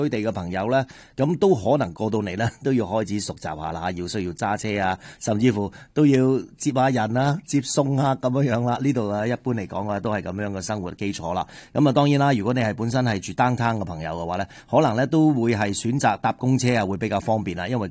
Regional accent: Canada; 我哋加拿大人

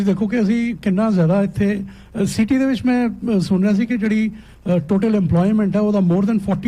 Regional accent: Punjab, India; ਮੇਰੇ ਸ਼ਹਿਰ ਦੀ ਬੋਲੀ ਹੈ ਜੀ ਮੇਰੀ ਮਾਂ ਬੋਲੀ ਹੈ ਮੇਰੀ ਆਪਣੀ ਬੋਲੀ ਹੈ ਜੀ ਮੈਨੂੰ ਬੜਾ ਮਾਣ ਹੈ ਇਸ ਬੋਲੀ 'ਤੇ ਔਰ ਸਾਰੇ ਪੰਜਾਬ 'ਤੇ ਪੰਜਾਬੀਆਂ 'ਤੇ ਬੜਾ ਮਾਣ ਹੈ

